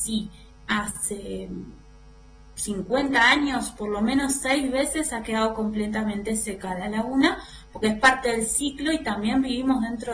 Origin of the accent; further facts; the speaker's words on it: Patagonia, Argentina; moved away as an adult; also born or lived in Misiones; now in Puna, Jujuy, Argentina; He vivido en todos lados y lo que pasa es que a mí me tiran mis raíces, yo soy bosque andino patagónica.